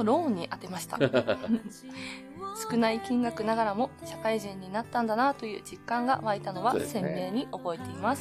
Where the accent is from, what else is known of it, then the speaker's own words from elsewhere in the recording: Saitama, Japan; さすがに会社近くの東京のお店は怖かったので、地元埼玉にあるお寿司屋さんに行きました。